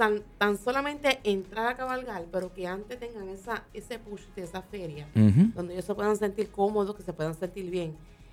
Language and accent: Spanish; Fajardo, Puerto Rico; En mi pueblo, obviamente, en Fajardo